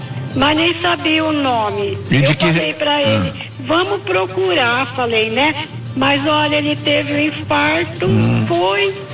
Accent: Penápolis, São Paulo, Brazil; born there; now in Jundiaí, Brazil; Penápolis.

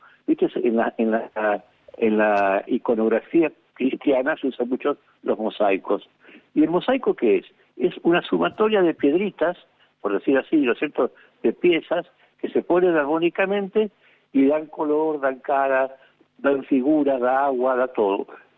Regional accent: Argentina

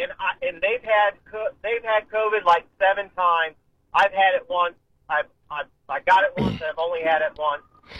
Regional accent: Ohio, United States; now in Summit County, Ohio, United States; I'm from Wayne County originally, but I moved up to Summit County.

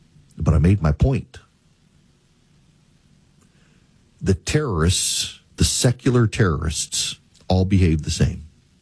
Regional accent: Atlanta, Georgia, United States; born or raised there

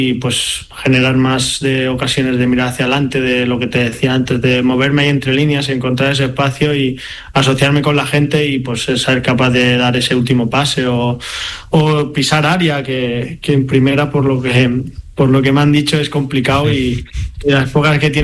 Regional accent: Barcelona, Catalonia, Spain; Sí, yo soy más de Barcelona.

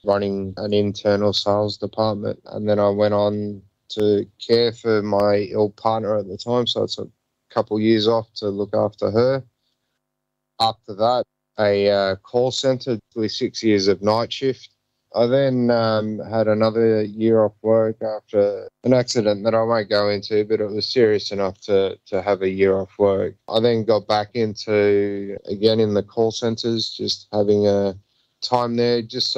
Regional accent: New South Wales, Australia; particularly because it was not in my home state of New South Wales.

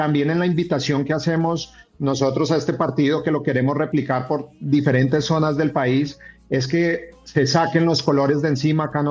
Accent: Bogotá, Bogotá D.C., Colombia; also born or lived in Cali; yo soy de Bogotá, pero amo Cali, me fui muy joven para allá y es una ciudad que me abrió las puertas

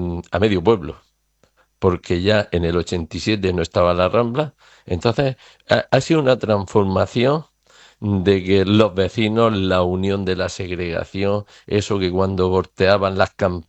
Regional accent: Pilar de la Horadada, Valencian Community, Spain

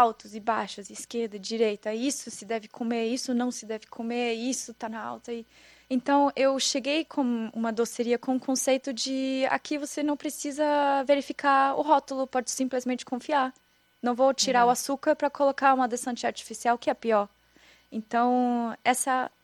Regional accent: Austria; Portuguese is a second language; moved away as an adult; now in Brazil; nós austríacos sabemos muito bem fazer doce delicioso

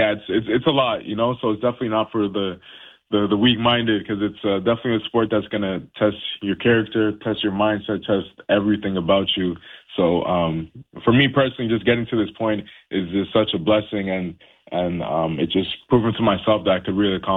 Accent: Haiti; also born or lived in United States; Because I'm originally from Haiti, and my parents just came down to the States.

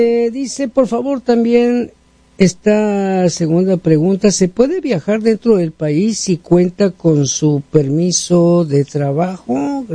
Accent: Guatemala; now in United States; Yo soy de Guatemala.

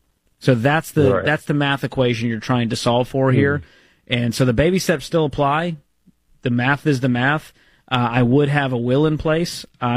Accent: Boston, Massachusetts, United States; I'm from the Boston area.

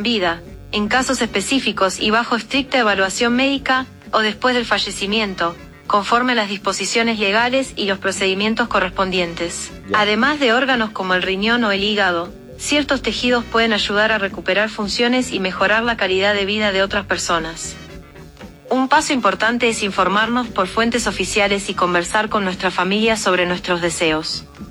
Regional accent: Argentina; now in Mexico

